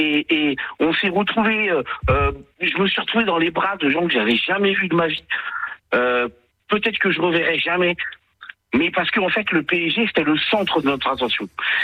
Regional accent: Paris, Île-de-France, France; born there; Alors, je suis expatrié de Toulouse, mais je suis parisien de naissance, bien sûr.

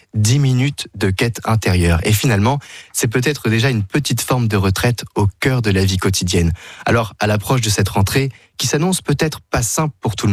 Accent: France; nous avons chez nous en France

